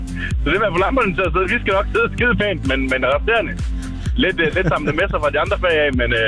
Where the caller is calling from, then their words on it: Esbjerg, Region of Southern Denmark, Denmark; jeg kommer fra Esbjerg.